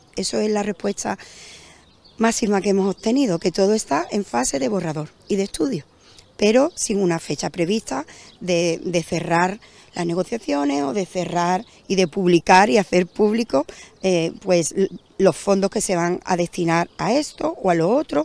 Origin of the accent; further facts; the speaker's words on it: Spain; todos somos españoles y nos ampara la misma Constitución y los mismos derechos fundamentales.